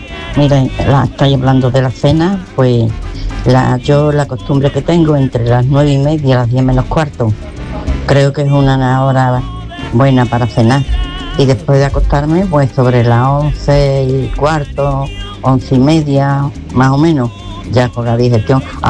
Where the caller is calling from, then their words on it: Alcalá, Spain; de Alcalá.